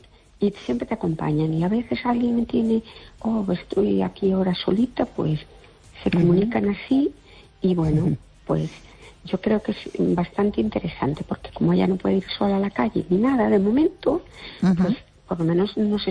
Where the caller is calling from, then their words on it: Fene, Galicia, Spain; Hola, buenas noches. … de Fene. ¿Qué tal?